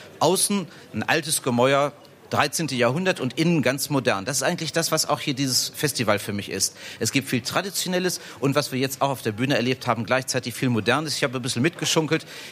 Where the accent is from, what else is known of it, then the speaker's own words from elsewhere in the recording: Lower Saxony, Germany; born there; Ich bin eigentlich geboren in Niedersachsen, aber mein Vater ist aus Schlesien. Meine Mutter ist aus dem Moselgebiet, aus Trier.